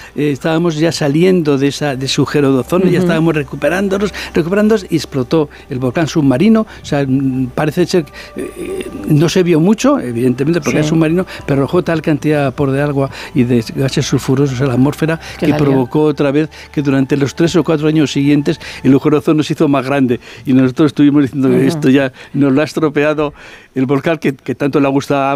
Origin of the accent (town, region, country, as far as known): Madrid, Community of Madrid, Spain